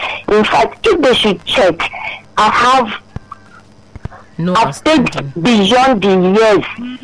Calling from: Lagos, Nigeria; I'm calling from Baja.

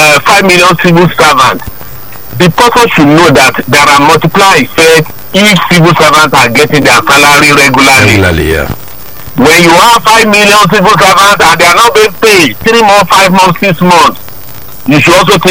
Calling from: Lagos, Nigeria; from Marina.

